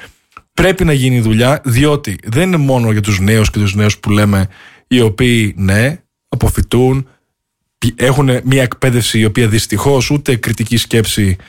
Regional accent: Greece; moved away; also born or lived in United States; Είμαι εδώ επειδή άλφαγα από την πατρίδα μου.

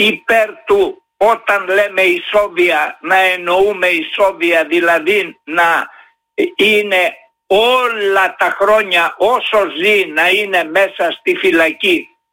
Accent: Western Greece, Greece; moved away; για την πατρίδα μου την Αιτωλοακαρνανία

